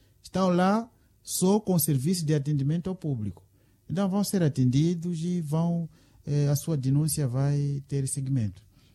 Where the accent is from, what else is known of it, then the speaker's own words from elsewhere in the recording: Mozambique; O que nós temos que fazer é nos unirmos como moçambicanos